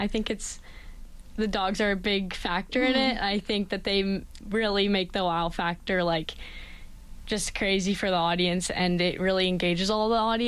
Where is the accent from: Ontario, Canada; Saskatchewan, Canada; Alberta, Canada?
Alberta, Canada; Edmonton; It does, because, like, all of our family, we're all from Edmonton, Canada.